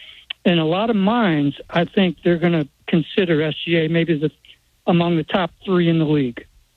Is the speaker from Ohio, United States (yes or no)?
no; New Jersey, United States; I'm born and raised in New Jersey